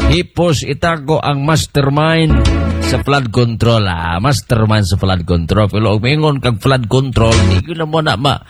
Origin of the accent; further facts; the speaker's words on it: Hinatuan, Caraga, Philippines; Ako taga Hinatuan, Surga del Sur. … taga Hinatuan po, Surga del Sur.